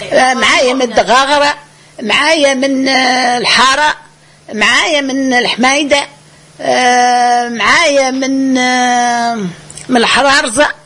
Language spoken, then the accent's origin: Arabic; Medenine, Tunisia